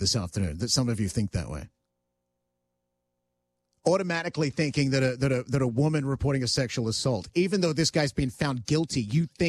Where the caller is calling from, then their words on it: Georgina, Ontario, Canada; I'm from Georgina, Ontario.